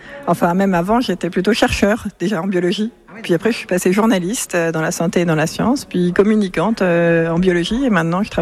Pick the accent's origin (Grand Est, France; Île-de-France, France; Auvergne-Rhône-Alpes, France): Grand Est, France; Pas du tout, je suis de Lorraine à la base.